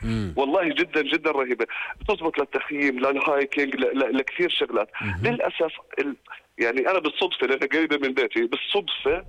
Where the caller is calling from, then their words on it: Jordan; إحنا كأردنيين